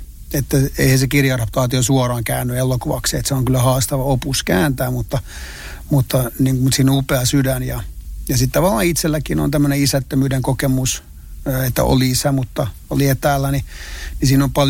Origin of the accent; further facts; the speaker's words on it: Nurmijärvi, Uusimaa, Finland; No mä oon Nurmijärveltä